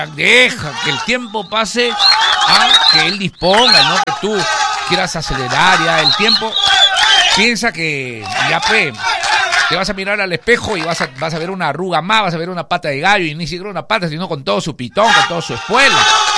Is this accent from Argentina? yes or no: no; Peru; Y como todo peruano, estamos en la libertad de ir en nuestro país